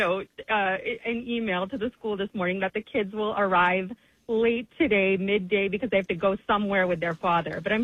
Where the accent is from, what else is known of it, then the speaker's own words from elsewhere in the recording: Houston, Texas, United States; now in Westchester, United States; I'm from Houston. I was born and raised in Houston.